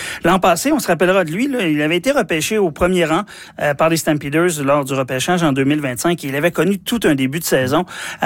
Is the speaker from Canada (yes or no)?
yes; Canada; en tant que Canadien